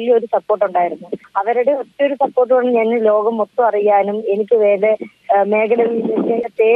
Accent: Rajakkad, Kerala, India; born there; ഞാൻ സ്പോർട്സിലേക്ക് വന്നത് ഇടുക്കി രാജക്കാടിന് കൊച്ചുമുല്ലക്കാട് എന്ന് പറഞ്ഞ സ്ഥലത്തു നിന്നാണ് വന്നത്. അവിടെ രാജക്കാട് ഗവൺമെന്റ് സ്കൂളിൽ പഠിക്കുന്ന സമയത്താണ് ഞാൻ സ്പോർട്സിലേക്ക് വന്നത്.

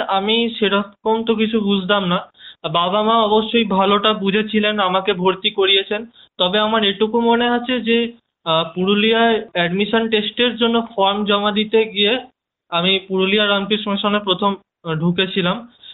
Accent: Ghatal, West Bengal, India; born there; also born or lived in Purulia; না না না আমার বাড়ি পশ্চিম মেদিনীপুরে ঘাটালে।

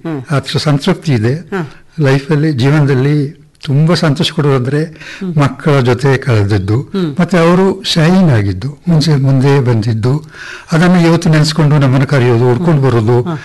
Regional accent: Murnad, Karnataka, India; Murnad, ಐಕೋಳ.

